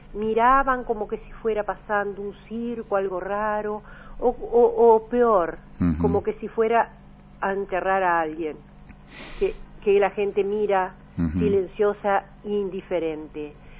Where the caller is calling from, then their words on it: Uruguay; Como uruguaya